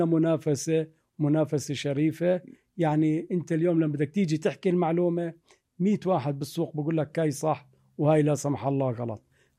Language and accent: Arabic; Jordan; كلمة أنه أنا ما بشتري مش موجودة عندنا بالأردن